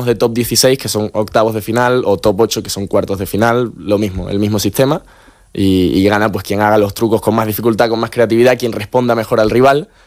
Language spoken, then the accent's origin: Spanish; Spain; soy el español con al ranking más alto que va para allá a representar a España.